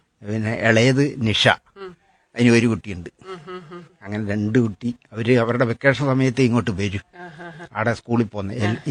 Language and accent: Malayalam; Mavelikkara, Kerala, India; moved away as an adult; now in Kannur, India; ഞാന് ആലപ്പുഴ ജില്ലയിലെ മാവേലിക്കര എന്ന് പറയാ എന്റെ.